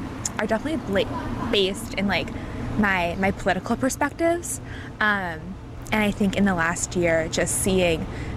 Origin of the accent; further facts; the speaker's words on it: New York, United States; I'm from New York